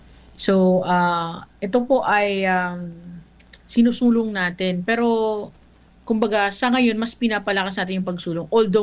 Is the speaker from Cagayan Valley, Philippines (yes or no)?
no; Bicol Region, Philippines; dito sa Catanduanes, ano, kasi syempre taga-Catanduanes ako.